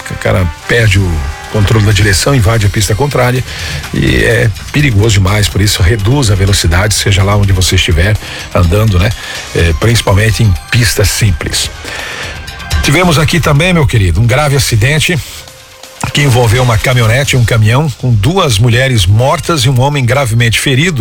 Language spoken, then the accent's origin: Portuguese; Santo Amaro da Imperatriz, Santa Catarina, Brazil; born there; em Santo Amaro da Imperatriz, onde eu nasci, lá na Grande Florianópolis.